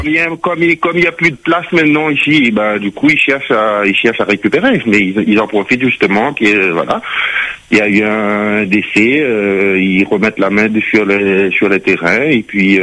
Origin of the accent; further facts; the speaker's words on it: Réunion; born there; Sur notre terre, qu'on habite ici. Enfin, moi, j'habite ici depuis, j'ai 38 ans.